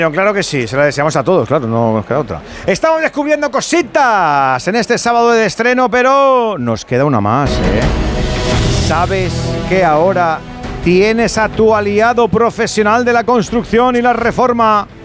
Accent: Burgos, Castile and León, Spain; Yo soy de Burgos, digo, yo esto no lo he visto.

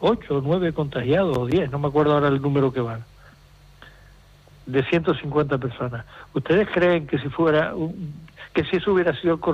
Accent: Canary Islands, Spain; Yo me he sentido muy mal como canario.

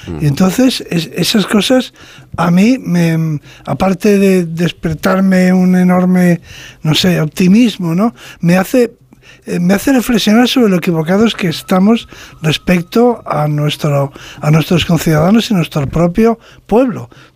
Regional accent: Spain; somos los españoles un, sí, pueblo culto, un pueblo muy culto.

